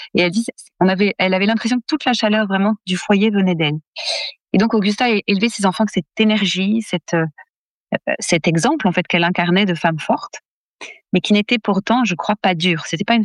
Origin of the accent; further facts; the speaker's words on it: France; chez nous en France